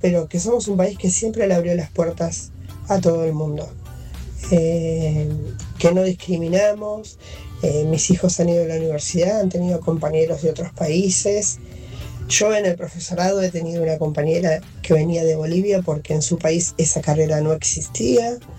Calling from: Gregorio de Laferrere, Buenos Aires Province, Argentina; de la Ferrer.

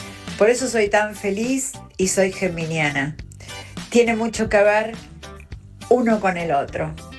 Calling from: Caseros, Buenos Aires Province, Argentina; de Caseros

